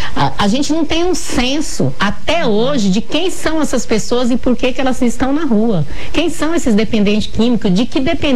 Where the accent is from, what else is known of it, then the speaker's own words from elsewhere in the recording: Campo Grande, Mato Grosso do Sul, Brazil; born there; Eu nasci em Campo Grande, eu sou moradora de Campo Grande, eu tenho 58 anos, eu amo a minha cidade.